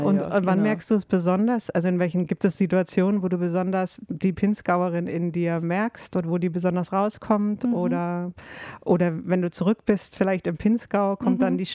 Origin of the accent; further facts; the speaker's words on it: Germany; moved away; ich als Deutsche mache immer die Erfahrung, dass Leute sofort in Hochdeutsch wechseln mit mir